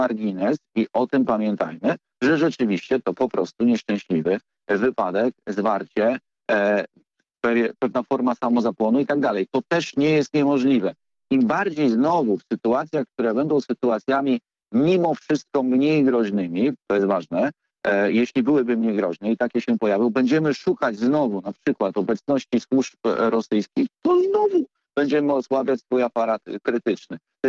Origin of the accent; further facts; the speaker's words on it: Warsaw, Masovian Voivodeship, Poland; Jestem warszawiakiem od pokoleń